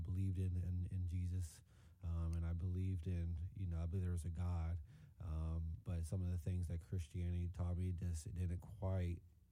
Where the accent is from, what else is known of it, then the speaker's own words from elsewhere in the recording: Champaign, Illinois, United States; also born or lived in California; I was born in California, raised here in Champaign.